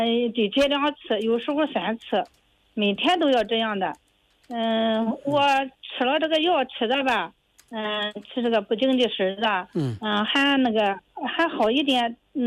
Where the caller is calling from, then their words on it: Jinan, Shandong, China; 我是济南的。